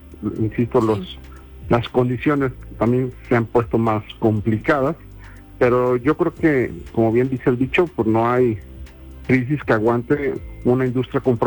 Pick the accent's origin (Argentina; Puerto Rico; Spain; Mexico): Mexico; si nosotros como mexicanos nos apoyamos, vamos a llegar más lejos.